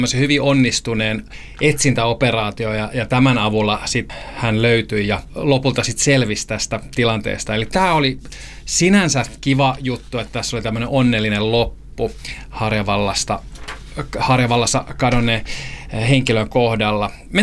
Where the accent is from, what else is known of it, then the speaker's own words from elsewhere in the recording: Satakunta, Finland; Me satakuntalaiset ollaan iloista ja tyytyväistä kansaa.